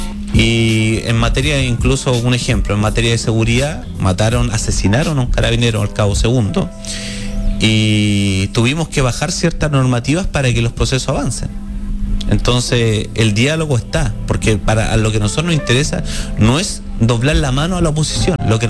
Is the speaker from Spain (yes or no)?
no; Chile; Como somos chilenos y nos sentimos muy chilenos en el mes de septiembre